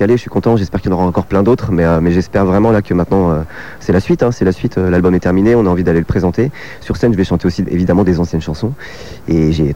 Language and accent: French; Nancy, Grand Est, France; On est 10 chanteurs et musiciens, donc c'est un collectif lorrain, moi je viens de Nancy.